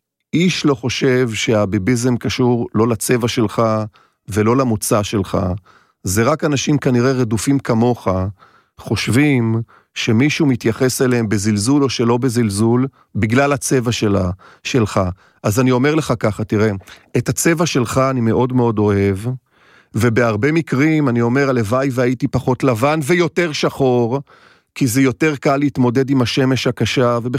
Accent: Haifa, Haifa District, Israel; born there; אני גם נולדתי בחיפה, סליחה, סלח לי.

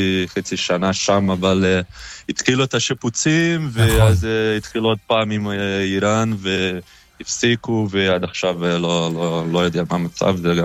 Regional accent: Brazil; now in Israel; איזה ארגנטינה, אני ברזילאי.

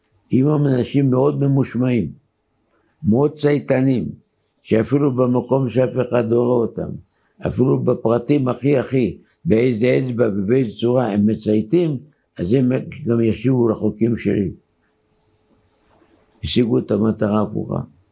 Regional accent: Bat Yam, Tel Aviv District, Israel; born there; אני לא גדלתי באזור חרדי, אני בת ימי.

